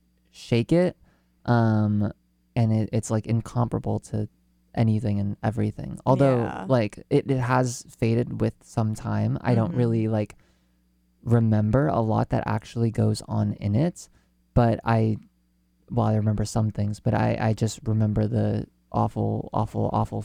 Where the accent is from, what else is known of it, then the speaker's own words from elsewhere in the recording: California, United States; also born or lived in Virginia; I grew up in California. I lived here until 2019, and I moved to Virginia for 4 years. I did all of high school there.